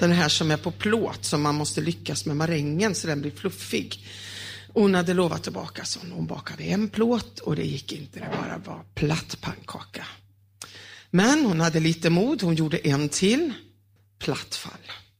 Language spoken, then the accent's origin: Swedish; Smyna, Västra Götaland County, Sweden; Om ni inte har träffat mig förut så kommer jag från Smyna i södra Fågelås. Från en liten församling med 16 medlemmar.